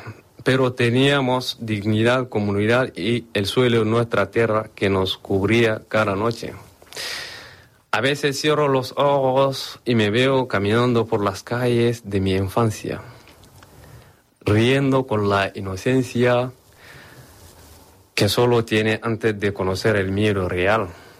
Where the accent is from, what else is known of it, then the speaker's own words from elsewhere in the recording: Mali; moved away as an adult; Cuando me fui de Mali, hace 3 años